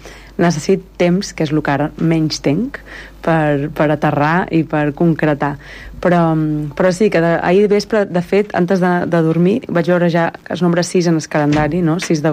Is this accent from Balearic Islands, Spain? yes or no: yes; Balearic Islands, Spain